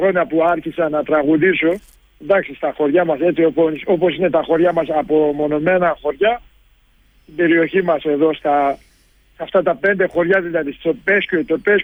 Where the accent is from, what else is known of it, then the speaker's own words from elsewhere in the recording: Kalisti, Trabzon, Turkey; also born or lived in Istanbul; γεννημένος και μεγαλωμένος εδώ στο χωριό Καλίστη των Σουρμένων.